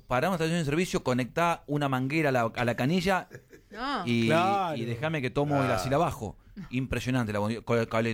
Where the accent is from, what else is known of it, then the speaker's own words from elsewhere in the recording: La Plata, Buenos Aires Province, Argentina; Yo soy de La Plata.